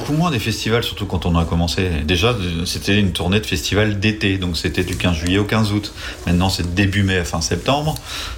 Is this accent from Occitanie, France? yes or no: no; Brittany, France